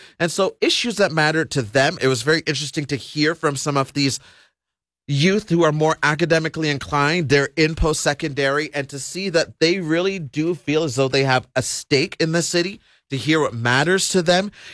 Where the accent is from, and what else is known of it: Ottawa, Ontario, Canada; born there